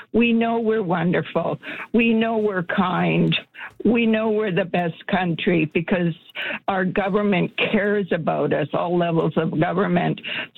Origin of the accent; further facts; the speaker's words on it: Ontario, Canada; moved away as an adult; now in Edmonton, Canada; a retired senior, I moved here 10 years ago to be with my sons who lived out here. But I lived in Ontario my whole life